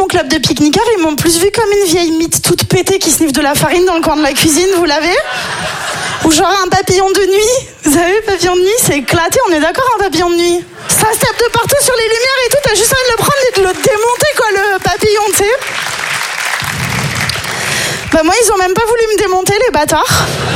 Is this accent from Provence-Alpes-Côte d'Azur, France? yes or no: yes; Nice, Provence-Alpes-Côte d'Azur, France; moi, je suis niçoise